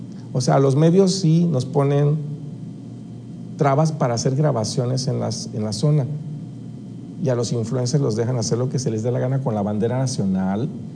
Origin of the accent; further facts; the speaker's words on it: Mexico; Mi cuestionamiento es, como periodista, como ciudadano mexicano